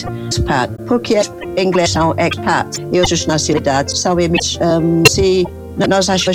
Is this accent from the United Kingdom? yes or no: yes; England, United Kingdom; Portuguese is a second language; now in Portugal; sou inglesa, não é?